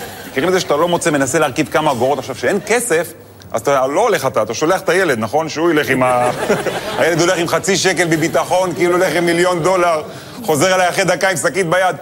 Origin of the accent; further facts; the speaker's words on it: Netanya, Central District, Israel; האמת אני גדלתי בנתניה. לא יצא לי, בחיים לא היה לי שליח בבית, כי אמא טריפוליטאית, היא מכינה הכל.